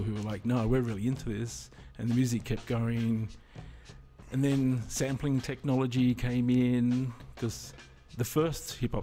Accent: North Sydney, New South Wales, Australia; I grew up in North Sydney, and these guys were developing sampling technology

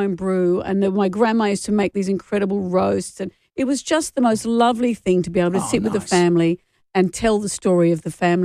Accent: Sydney, New South Wales, Australia; born there; also born or lived in Brisbane / Perth; I was born in Brisbane and we left there when I was about six or seven and we moved to Perth for a few years and then really settled in Sydney.

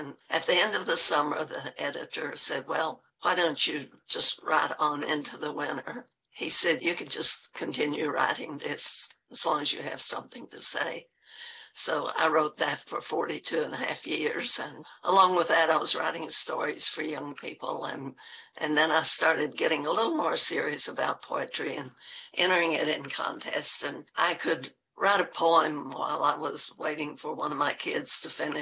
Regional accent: Kentucky, United States; born or raised there; also born or lived in Granttown, West Virginia

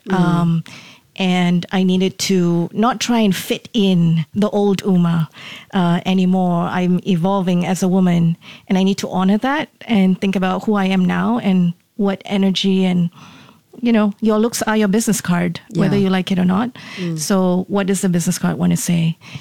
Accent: India; because I'm a colored woman, I'm Indian, right?

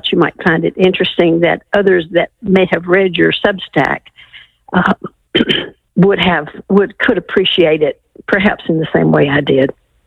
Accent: the South, United States; now in Chattanooga, United States; I was raised in the South by a Baptist deacon and... had a real strong Protestant background. I didn't even know anyone in my small town that was Catholic.

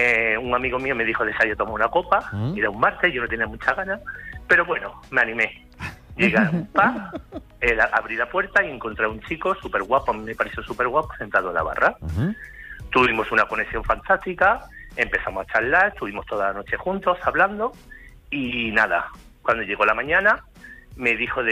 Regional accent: Andalusia, Spain; él es más de 30 clases de Pinedo y yo soy de Andalucía.

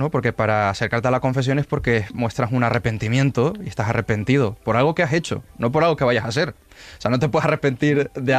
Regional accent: Canary Islands, Spain; now in Madrid, Spain; soy canario

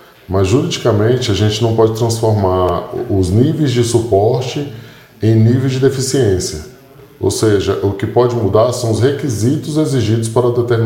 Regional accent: Brasília, Federal District, Brazil; Sim, sou de Brasília.

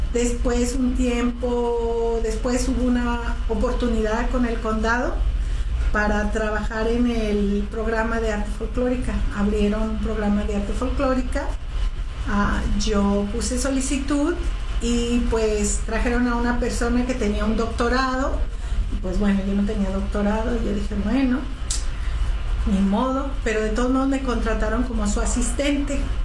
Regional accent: Zacatecas, Mexico; moved away as an adult; now in Las Vegas, United States; yo nací en Zacatecas, una ciudad muy cultural, muy llena de historia, que en realidad inspira a lo que es la creatividad y el arte

